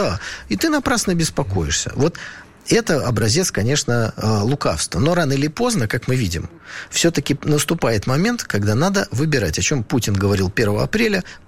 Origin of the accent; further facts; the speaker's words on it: Armenia; Армения, это ну, мы, армяне, да, находится в очень сложном и плохом географическом положении